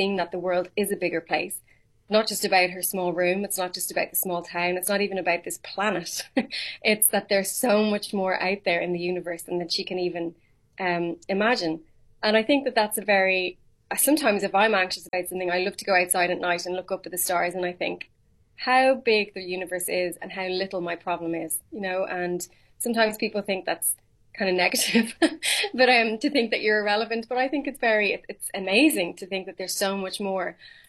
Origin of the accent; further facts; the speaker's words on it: Ireland; I am Irish.